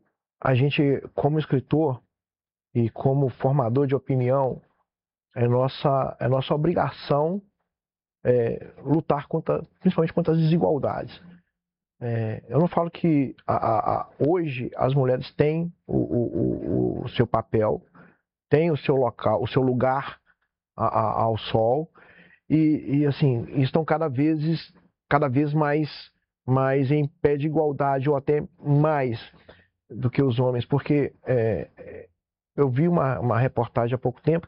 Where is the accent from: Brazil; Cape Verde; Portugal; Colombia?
Brazil; Minas Gerais; Eu venho de uma miscigenação. Nós brasileiros somos uma miscigenação de cultura, né? Eu sou do interior de Minas.